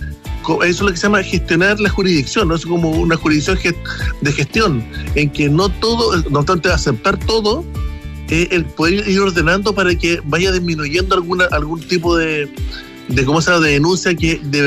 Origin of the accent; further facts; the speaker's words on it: Chile; nosotros como chilenos, y me voy a incluir